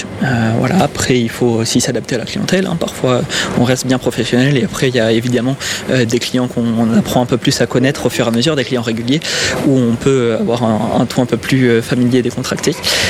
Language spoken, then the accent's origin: French; Nouvelle-Aquitaine, France; moved away as an adult; now in Toulouse, France; moi je viens de Gironde à la base, donc je connaissais pas hyper bien la région